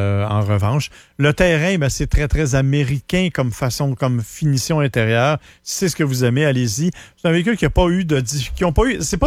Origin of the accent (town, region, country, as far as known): Saint-Hyacinthe, Quebec, Canada